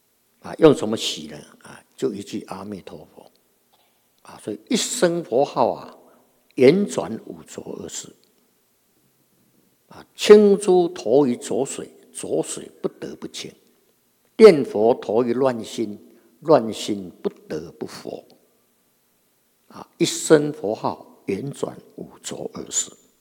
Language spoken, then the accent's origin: Chinese; China; 那么就是我们中国人常讲的啊，这个年头不好啊